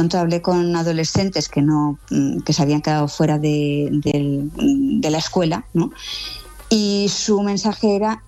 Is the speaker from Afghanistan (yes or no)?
yes; Afghanistan; moved away; Cuando me fui de Afganistán no era la situación tan dramática cuando me fui en el 2014